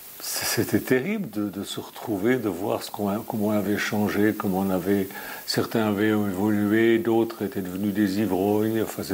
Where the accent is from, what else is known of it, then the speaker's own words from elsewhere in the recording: Lausanne, Vaud, Switzerland; also born or lived in Chexbres, Lavaux; Je suis né à Lausanne, en Suisse, dans le canton de Vaud.